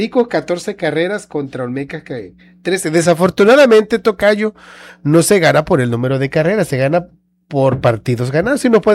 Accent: Tabasco, Mexico; estamos representando porque somos de Tabasco

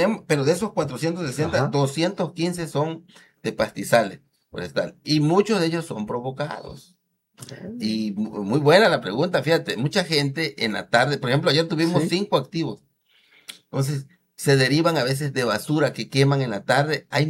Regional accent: Jalapa, Mexico; yo soy de Jalapa

